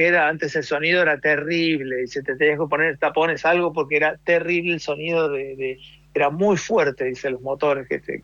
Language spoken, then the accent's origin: Spanish; Buenos Aires, Argentina; no nos quedamos siempre en Buenos Aires porque somos de Buenos Aires originalmente.